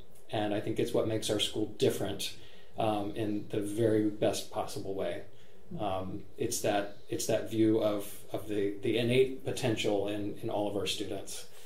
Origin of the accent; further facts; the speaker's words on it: North Carolina, United States; I came up from North Carolina for two of the summer programs that were here.